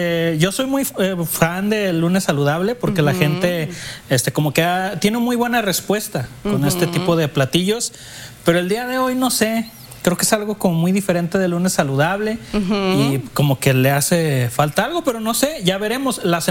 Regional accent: Mexico; para nosotros como mexicanos

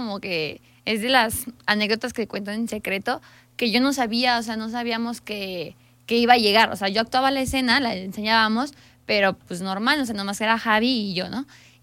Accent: Mexico City, Mexico; De la Ciudad de México.

